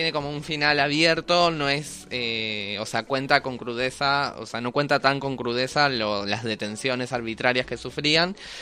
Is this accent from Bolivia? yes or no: no; Buenos Aires, Argentina; born there; Mis padres se conocieron en Argentina. Mi niñez fue muy dura. Nací en Capital Federal, en el Hospital Fernández.